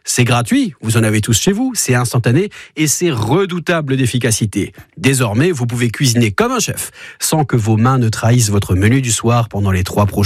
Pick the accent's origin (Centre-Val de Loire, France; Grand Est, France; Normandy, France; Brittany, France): Grand Est, France; Et par chez nous, en Alsace, on a tendance à mettre la dose en ail.